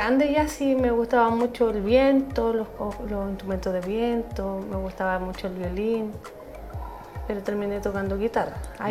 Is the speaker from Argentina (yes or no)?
no; Tomé, Biobío, Chile; Yo crecí aquí en la Villa Alemania, aquí cerquita del canal, y tuve muy bonita infancia, muy bonitos recuerdos de mi adolescencia aquí en Tomé.